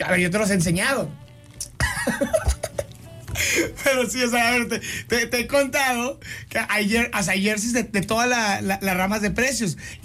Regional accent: Mexico City, Mexico; Es que creo que no saben que yo soy chilango, ya.

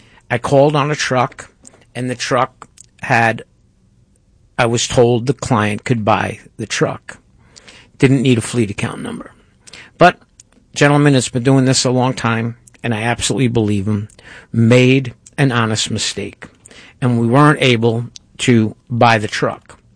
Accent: New York, United States; And if you've listened to the show for a while, you realize I'm from New York.

